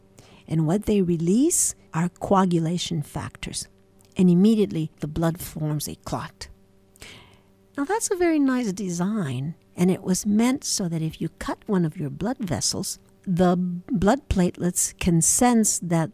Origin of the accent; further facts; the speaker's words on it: United States; My home country, United States